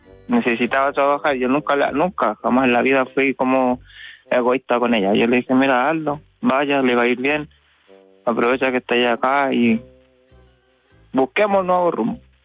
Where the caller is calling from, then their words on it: Santiago, Santiago Metropolitan Region, Chile; yo estoy en Santiago